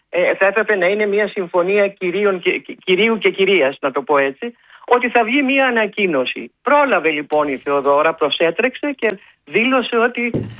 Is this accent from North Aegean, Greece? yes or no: no; Veria, Central Macedonia, Greece; είμαι από τη Βέρεια, δηλαδή από την Ημαθία που είναι κοντά στα Γιαννιτσά